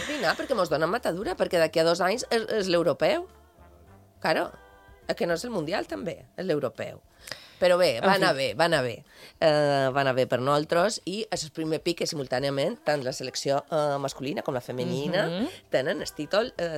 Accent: Valcarlos, Navarre, Spain; Sí, Valcarlos.

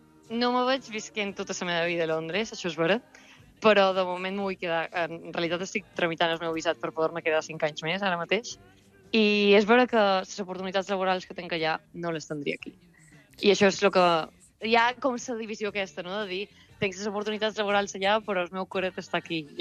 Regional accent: Palma, Balearic Islands, Spain; moved away as an adult; now in London, United Kingdom; Jo sóc de Palma, sóc de Santa Catalina.

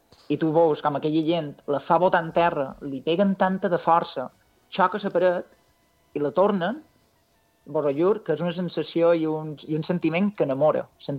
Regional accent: Mallorca, Balearic Islands, Spain; nosaltres som mallorquins

